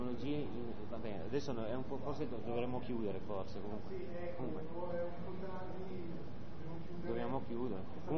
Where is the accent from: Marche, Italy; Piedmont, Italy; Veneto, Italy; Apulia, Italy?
Piedmont, Italy; Turin; se siete di Torino io sono di Torino